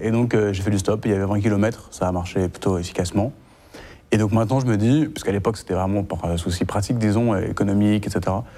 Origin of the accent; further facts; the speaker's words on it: Vichy, Auvergne-Rhône-Alpes, France; Moi, je suis né en Auvergne, dans l'Allier, et j'ai grandi dans l'Allier aussi, entre Clermont et Moulins, à Vichy. J'ai grandi dans une famille chrétienne, une famille catholique, avec un parcours tout à fait classique. J'ai grandi plutôt dans le milieu tradi